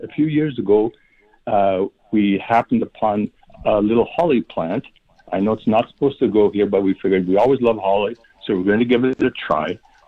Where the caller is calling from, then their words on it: Winnipeg, Manitoba, Canada; Actually, we live in East Kildonan in Winnipeg.